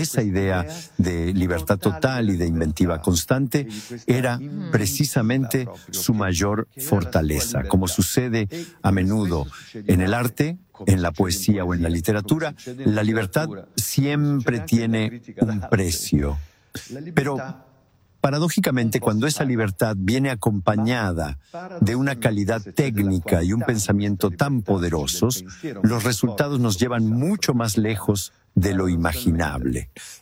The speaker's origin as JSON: {"language": "Spanish", "country": "Argentina", "said": "pero yo vengo de Argentina, de Sudamérica, donde tenemos kilómetros y kilómetros de pampas infinitas."}